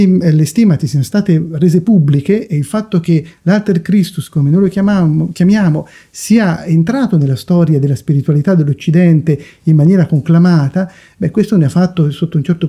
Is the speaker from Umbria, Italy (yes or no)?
yes; Gubbio, Umbria, Italy; io in realtà sono umbro, e nato a Gubbio, è cresciuto anche all'ombra della Basilica di San Francesco.